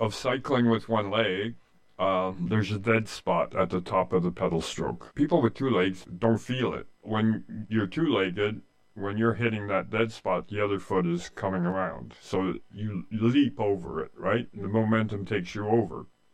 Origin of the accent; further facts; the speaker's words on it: Canada; I'm a Canadian, but I enlisted in the United States Marine Corps in the early 80s.